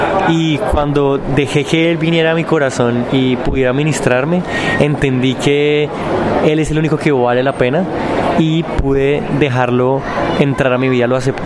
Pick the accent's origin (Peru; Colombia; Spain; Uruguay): Colombia; Bogotá; born there; Yo nací en Bogotá, crecí pues en una familia que me invitó a conocer a Jesús.